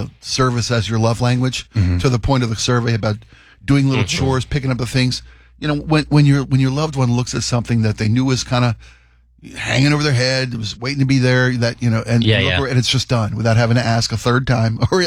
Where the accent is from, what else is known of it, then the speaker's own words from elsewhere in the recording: Baltimore, Maryland, United States; accent: Baltimore; When I moved here, I had a very Balmer accent. I hadn't quite learned to ditch my Balmer accent yet, right?